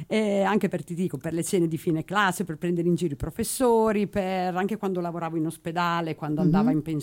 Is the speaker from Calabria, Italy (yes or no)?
no; Rimini, Emilia-Romagna, Italy; Nata a Rimini, sempre vissuta a Rimini. Proprio di Rimini.